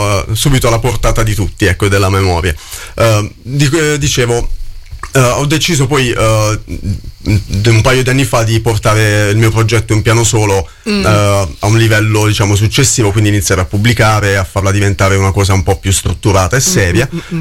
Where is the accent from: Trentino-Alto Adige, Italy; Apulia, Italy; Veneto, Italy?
Apulia, Italy; Mola di Bari; Sono originario della Puglia, quindi... Puglia, dici? Sì, sì, Puglia, sì, Mola, sì, di Bari, sì, per l'esattezza.